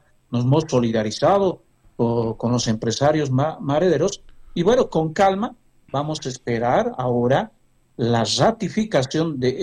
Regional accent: Bolivia; Acá, y nosotros como bolivianos, más bien no debemos apoyar al pueblo chileno

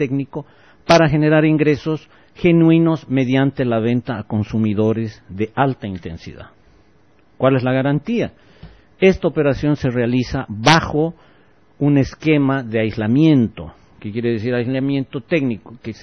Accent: Chile; Entonces, yo vengo desde Chile, que trabajo hace más de 20 años en el sector de energías renovables

